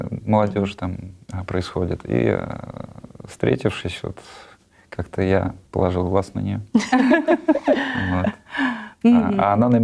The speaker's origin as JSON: {"language": "Russian", "town": "Lipetsk", "region": "Lipetsk Oblast", "country": "Russia", "tie": "born or raised there", "said": "Я родился в Липецке, там учился в школе сначала"}